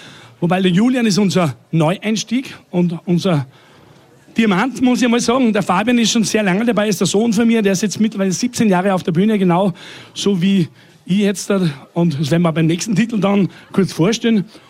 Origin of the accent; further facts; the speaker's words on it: St. Oswald bei Haslach, Upper Austria, Austria; Wo wir herkommen, wir kommen aus Oberösterreich, vom Bundesland her und aus dem Bezirk Rohrbach. Genau sind wir in der Nähe von St. Oswald bei Haslach, ist ein ganz kleines Nesterl und da fühlen wir uns sehr wohl.